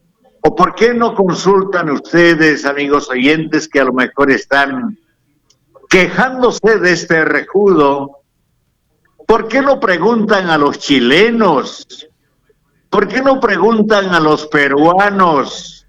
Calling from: Tarija, Bolivia; Nosotros somos tarijeños, tarijeños, tarijeños y siempre tarijeños.

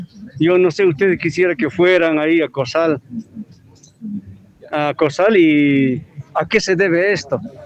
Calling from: Bolivia; Yo vengo del barrio de Virgen de Fátima.

